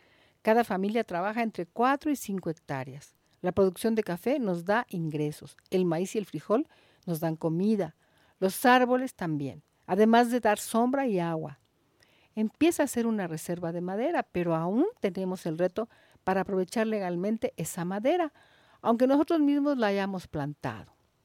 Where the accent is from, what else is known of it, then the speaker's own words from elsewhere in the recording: Villa Corzo, Chiapas, Mexico; Nosotros somos las familias del Ejido Bonanza, un pequeño rincón en el municipio de Villa Corzo, Chiapas, enclavado en las estribaciones de la Sierra Madre de Chiapas.